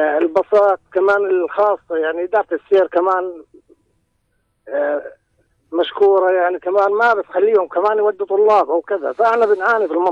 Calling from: Sahab, Amman Governorate, Jordan; سكان سحاب.

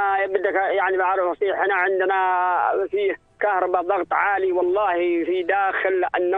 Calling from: Qurayqira, Aqaba Governorate, Jordan; أنا بحكي معك من قريقرة وادي عربة

